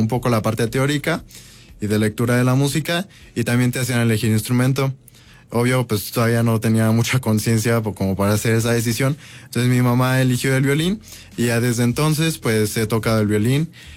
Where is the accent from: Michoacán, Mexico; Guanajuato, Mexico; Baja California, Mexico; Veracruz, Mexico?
Guanajuato, Mexico; León; Soy de aquí, de León, Guanajuato.